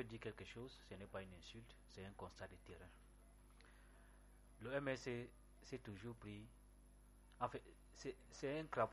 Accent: Cameroon; Nous sommes Camerounais.

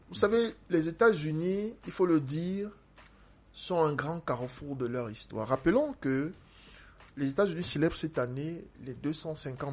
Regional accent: Cameroon

